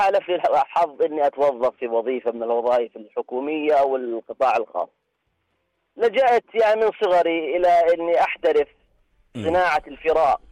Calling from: Jordan; أنا مواطن أردني.

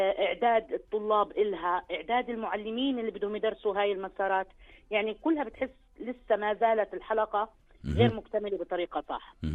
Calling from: Jordan; إحنا هون بالأردن

